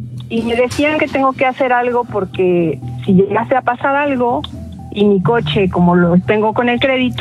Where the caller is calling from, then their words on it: Mexico City, Mexico; De la CDMX.